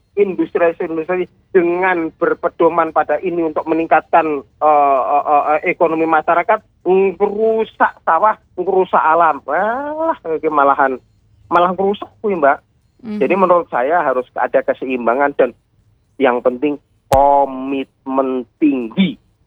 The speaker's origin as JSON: {"language": "Indonesian", "region": "Central Java", "country": "Indonesia", "said": "tanah kita Jawa Tengah ini ya"}